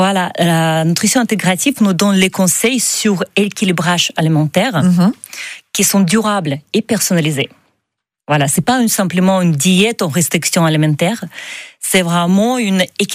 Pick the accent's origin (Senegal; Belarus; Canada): Belarus; Minsk; French is a second language; moved away as an adult; now in France; Je suis biélorusse. Je viens de Minsk, capitale.